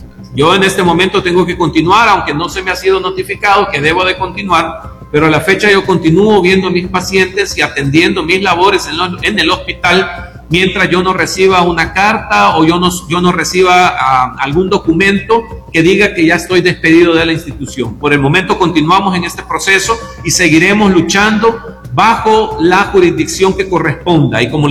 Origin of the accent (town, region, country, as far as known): El Salvador